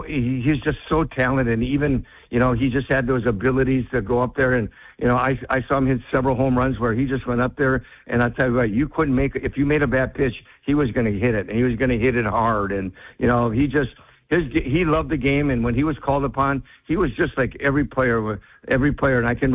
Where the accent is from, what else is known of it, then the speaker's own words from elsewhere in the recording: Wisconsin, United States; born and raised here